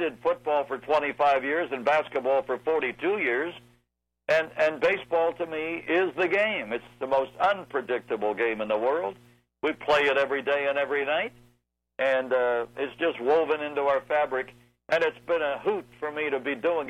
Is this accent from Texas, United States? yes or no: no; Iowa, United States; every little country schoolhouse district in Iowa around my hometown had a baseball team.